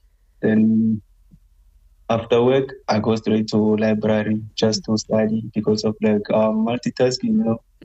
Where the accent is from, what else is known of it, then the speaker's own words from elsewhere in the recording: Limpopo, South Africa; moved away; I'm 29 years old. Grew up in Limpopo province.